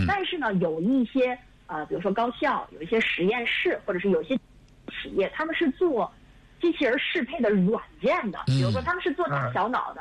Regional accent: China; 这很像我们中国人从小就知道的一个故事

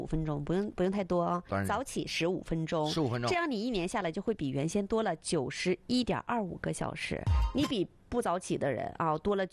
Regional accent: Jilin, China; 上吉林去求证去，那离我家乡成近了

